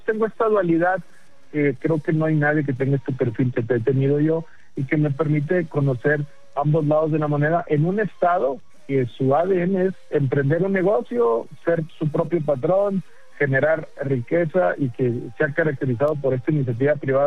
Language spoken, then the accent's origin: Spanish; Nuevo León, Mexico; conozco el ADN de Nuevo León, soy de Nuevo León, soy el único aspirante que es auténticamente de Nuevo León